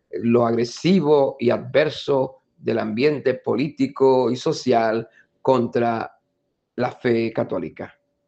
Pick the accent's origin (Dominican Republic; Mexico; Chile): Dominican Republic; nuestra capacidad de leer la historia de la Iglesia en nosotros como dominicanos y en nuestros hermanos países circunvecinos en América Latina y el Caribe